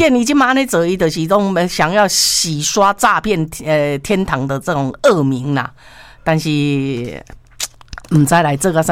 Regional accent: Taiwan; 提醒我们台湾人哈

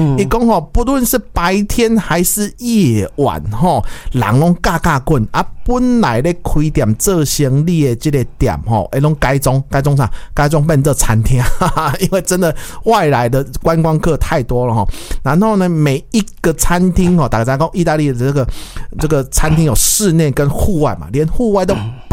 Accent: Taiwan; 因为过去我们台湾人都比较去忌讳去谈这个老后啦

